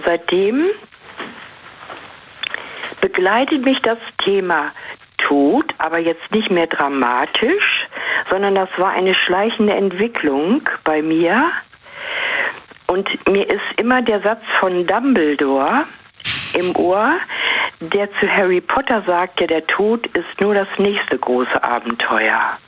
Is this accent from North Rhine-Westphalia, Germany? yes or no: yes; North Rhine-Westphalia, Germany; Ich bin also praktisch wieder zurückgegangen, so einen Schritt in meine Heimat und habe mich da sau wohl gefühlt